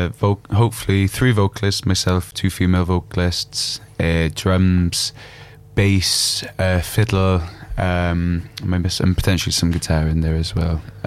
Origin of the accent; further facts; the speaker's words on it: Wales, United Kingdom; I'm from Wales